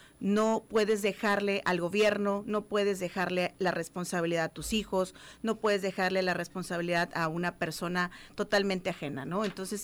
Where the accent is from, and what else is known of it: Mexico